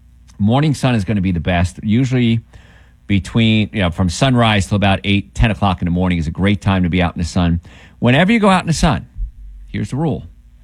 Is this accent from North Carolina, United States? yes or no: no; New Jersey, United States; I grew up in New Jersey with the Hud